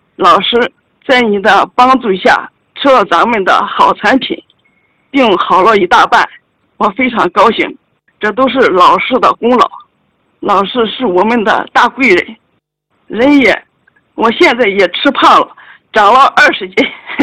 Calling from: Taiyuan, Shanxi, China; 我是来自山西的太原的一名学员， … 今年66岁，我是1960年农历8月26日巳时出生

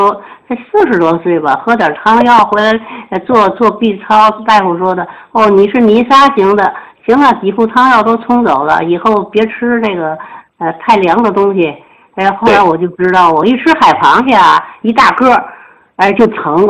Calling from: Tianjin, China; 我们天津人爱吃这个海鲜。

